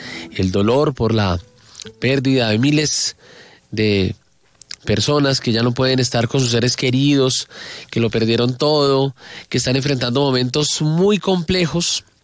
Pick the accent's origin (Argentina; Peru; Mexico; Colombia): Colombia; porque a todos nos duele como colombianos la situación que se presentó esta semana en nuestro país.